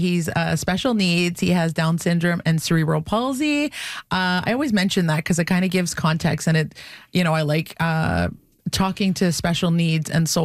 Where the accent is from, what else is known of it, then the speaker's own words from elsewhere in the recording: Kitigan Zibi, Quebec, Canada; I'm from Kittigan Zibi Anishinaabeg.